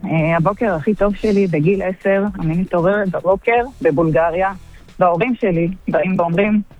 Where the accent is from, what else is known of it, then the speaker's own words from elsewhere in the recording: Bulgaria; now in Israel; אבל אנחנו מבולגריה.